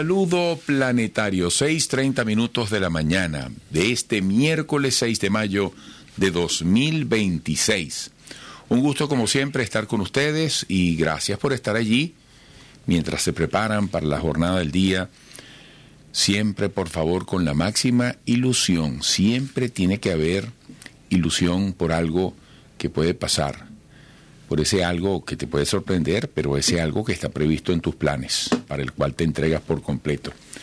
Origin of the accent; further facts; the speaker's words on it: Venezuela; seguimos como venezolanos